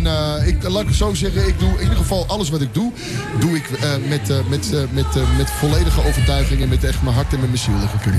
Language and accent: Dutch; Amsterdam, North Holland, Netherlands; born there; now in Lelystad, Netherlands; Dit is wel mijn stad. Ik ben geboren in Amsterdam. Mijn hart en nieren liggen daar in principe. Maar ik ben heel blij dat ik in Lelystad woon.